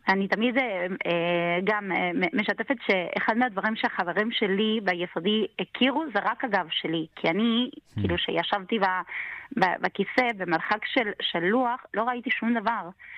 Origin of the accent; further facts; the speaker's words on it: Argentina; now in Israel; אני גדלתי כמו תרסם בטבע. אני גדלתי לפני 43 שנה בארגנטינה, להורים במעמד כלכלי מאוד נמוך.